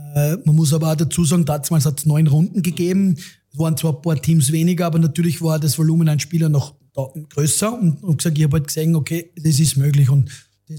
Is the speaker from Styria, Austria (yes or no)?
yes; Kapfenberg, Styria, Austria; Ich bin ja in Kapfenberg groß geworden, in der Steiermark, habe dort Fußball und Eishockey praktiziert